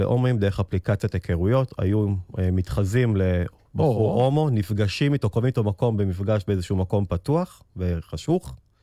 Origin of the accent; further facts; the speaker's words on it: Northern District, Israel; אני לא במקור מחיפה, אני במקור גם מהצפון.